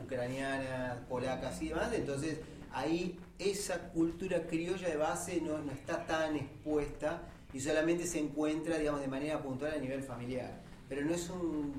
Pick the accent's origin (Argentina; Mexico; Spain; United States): Argentina; A ver, yo como argentino vengo a Salto, está bien, bueno, puedo visitar la terma, muy lindo todo, pero ¿qué me llevo?